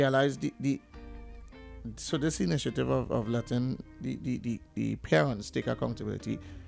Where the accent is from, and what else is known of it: Trinidad & Tobago